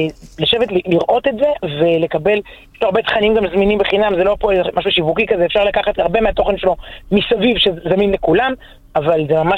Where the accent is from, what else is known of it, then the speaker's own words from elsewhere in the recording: Herzliya, Tel Aviv District, Israel; מאז שחזרתי בתשובה, זה משפט קצת קשה, שהילדות שלי כילדה חילונית בהרצליה, לפני 30 ומשהו שנה